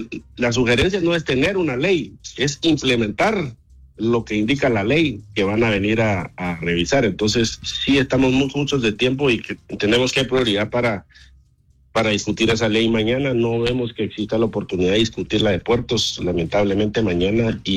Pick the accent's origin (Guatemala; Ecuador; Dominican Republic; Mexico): Guatemala; todos como guatemaltecos